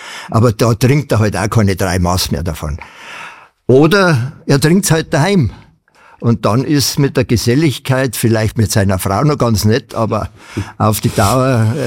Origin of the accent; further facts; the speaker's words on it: Murnau, Bavaria, Germany; Eigentlich ganz einfach, ich bin in der Brauerei groß geworden. Also mein Großvater hat 1912 die Brauerei in Murnau gekauft.